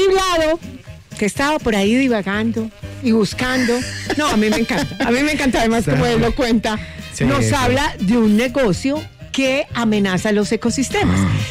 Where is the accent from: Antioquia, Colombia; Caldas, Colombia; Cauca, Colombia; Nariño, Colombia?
Antioquia, Colombia; Y me va a permitir decir algo porque yo soy